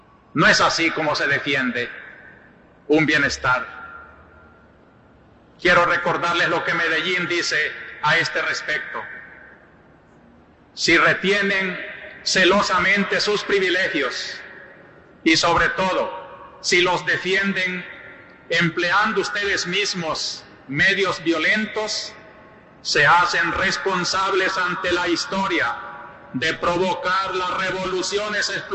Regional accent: El Salvador; como pastor y como salvadoreño, hermano de todos los salvadoreños.

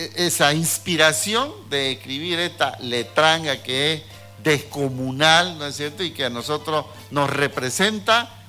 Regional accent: Santa Cruz de la Sierra, Santa Cruz, Bolivia

